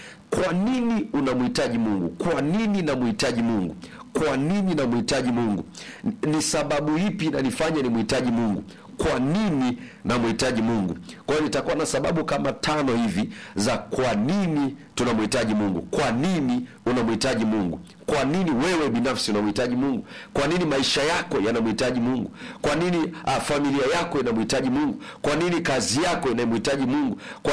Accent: Kiteto, Manyara, Tanzania; Natoka wilaya ya Kiteto mkoa wa Manyara.

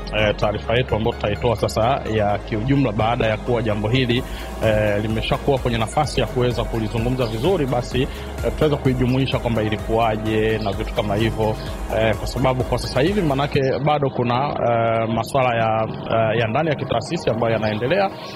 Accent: Tanzania; mimi ni Mtanzania

